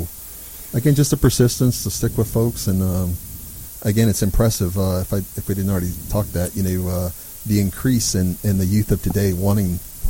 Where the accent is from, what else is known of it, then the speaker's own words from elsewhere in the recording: Texas, United States; I'm from Texas